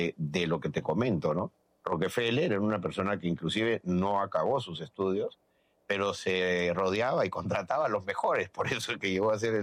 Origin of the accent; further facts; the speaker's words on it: Peru; nosotros somos peruanos